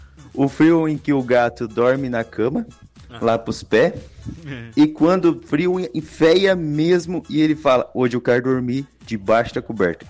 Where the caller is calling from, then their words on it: Mamborê, Paraná, Brazil; Sou aqui de Mamborê, Paraná.